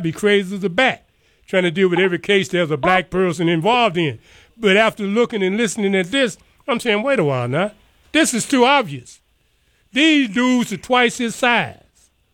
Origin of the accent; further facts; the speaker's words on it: Texas, United States; moved away; I'm from East Texas.